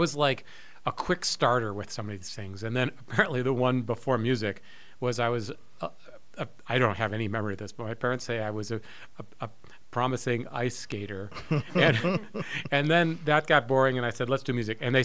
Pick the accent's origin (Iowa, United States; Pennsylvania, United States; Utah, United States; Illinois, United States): Illinois, United States; Chicago; I was born in Chicago. I grew up mostly in suburban Chicago.